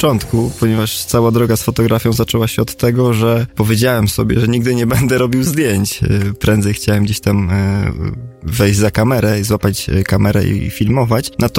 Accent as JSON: {"language": "Polish", "town": "Gdańsk", "region": "Pomeranian Voivodeship", "country": "Poland", "said": "pochodzę z Gdańska"}